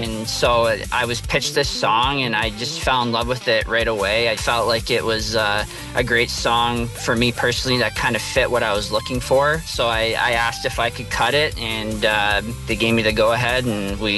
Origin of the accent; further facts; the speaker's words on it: Windsor, Ontario, Canada; now in Harrow, Canada; Yeah, so I'm from Windsor, born and raised, and then I moved out to Harrow a couple years ago and been out there for about 3 years now.